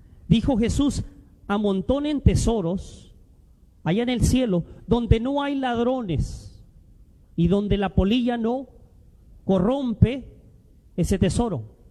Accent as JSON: {"language": "Spanish", "country": "Mexico", "moved": "yes", "lives_now": "United States", "said": "algunos somos de México"}